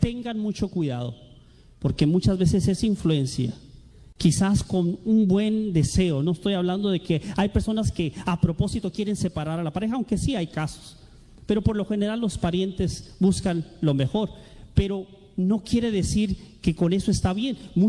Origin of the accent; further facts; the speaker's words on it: Tijuana, Baja California, Mexico; born there; Yo nací aquí en Tijuana